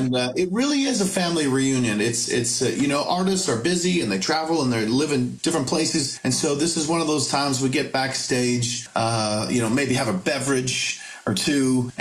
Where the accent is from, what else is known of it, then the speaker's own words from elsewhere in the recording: Pembroke, Ontario, Canada; moved away as an adult; now in Nashville, United States; in my hometown of Pembroke, Ontario.